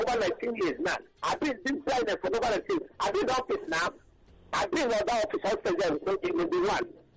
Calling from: Lagos, Nigeria; I'm calling from Satellite Bank.

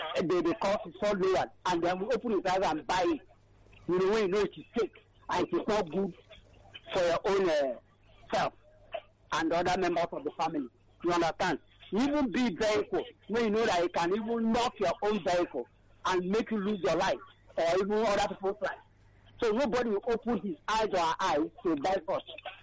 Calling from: Nigeria; I'm calling from Abang again

